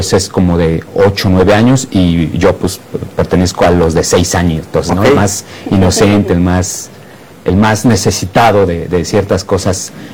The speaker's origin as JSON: {"language": "Spanish", "region": "Mexico City", "country": "Mexico", "said": "Yo 100% CDMX."}